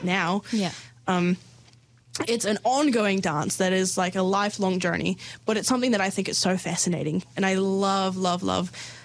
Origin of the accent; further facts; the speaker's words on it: New Zealand; also born or lived in Middle East; because I grew up in the Middle East, I didn't really have much connection to my tuakiri Māori. And then coming to New Zealand and learning about my language